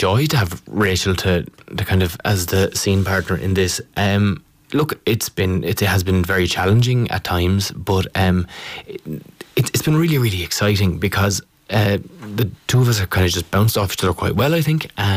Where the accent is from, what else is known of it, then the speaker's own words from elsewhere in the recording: Ireland; as an Irish person